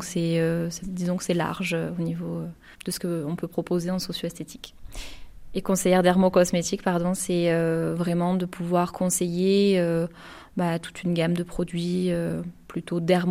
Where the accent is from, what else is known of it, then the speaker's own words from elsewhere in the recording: Montpellier, Occitanie, France; Moi je suis héraultaise, donc je suis née à Montpellier, j'ai toujours grandi dans le coin, on va dire.